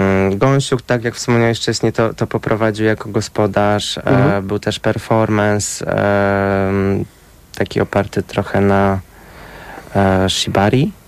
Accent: Kielce, Świętokrzyskie Voivodeship, Poland; born or raised there; moved away

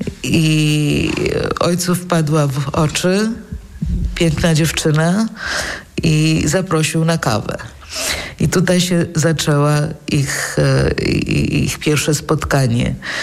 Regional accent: Warsaw, Masovian Voivodeship, Poland; born there; Ja się urodziłam w Warszawie w 1966 roku, w zimie.

